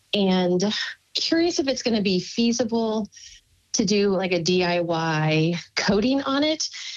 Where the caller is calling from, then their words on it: Nashville, Tennessee, United States; I'm calling from Nashville, Tennessee.